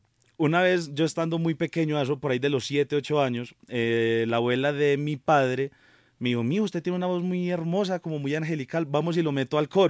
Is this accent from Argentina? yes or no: no; Bogotá, Colombia; La verdad, en Bogotá siempre he residido. He tenido temporadas de que voy obviamente hacia donde son mis padres